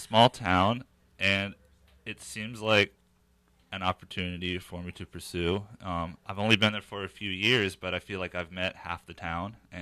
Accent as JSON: {"language": "English", "town": "St. Augustine", "region": "Florida", "country": "United States", "tie": "born or raised there", "said": "I was born in St. Augustine."}